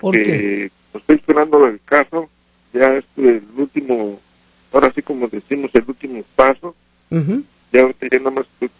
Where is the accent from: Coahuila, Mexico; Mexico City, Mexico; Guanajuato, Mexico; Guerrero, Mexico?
Mexico City, Mexico; De la Ciudad de México.